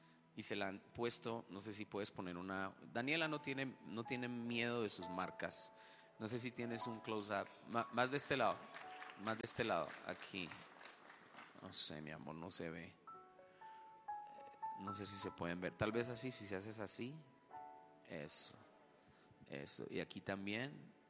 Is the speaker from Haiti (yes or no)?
no; Bogotá, Colombia; Dios puso mi corazón a iniciar en mi tierra, en Bogotá.